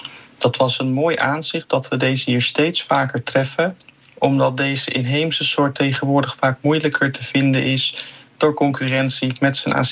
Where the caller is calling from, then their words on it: Nieuw-Vennep, North Holland, Netherlands; uit Nieuw-Vennep.